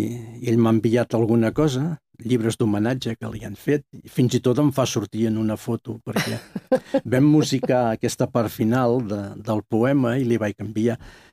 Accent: Catalonia, Spain; Ell és iraquià, viu a Canadà, jo soc català i visc Artés, i ens hem conegut.

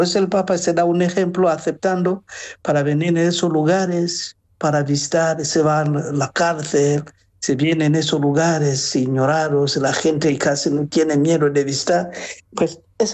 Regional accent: Tanzania; moved away; llevaba párroco como 13 años en una parroquia allá en mi tierra. Pues y era también la parroquia en la ciudad más importante, la ciudad muy comerciante en Tanzania.

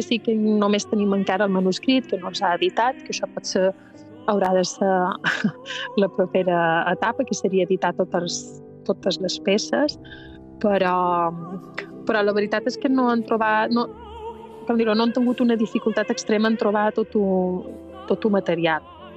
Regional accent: Pollença, Balearic Islands, Spain; Pollença, que també és el meu poble d'aquí on jo som

